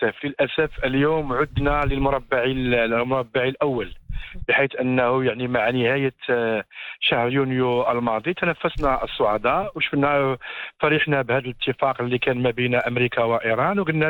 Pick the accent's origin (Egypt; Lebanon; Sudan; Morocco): Morocco